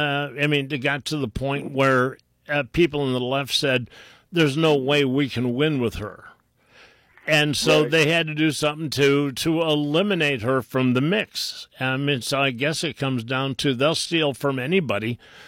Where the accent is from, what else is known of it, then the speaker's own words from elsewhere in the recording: Ohio, United States; For me, this was my Northeast Ohio. It was my hometown